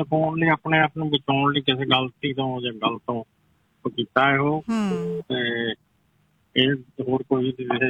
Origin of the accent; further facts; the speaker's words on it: Punjab, India; ਛਾਤੀ ਠੋਕ ਕੇ ਕਹਿ ਦਈਏ ਅਸੀਂ ਪੰਜਾਬੀ ਹਾਂ।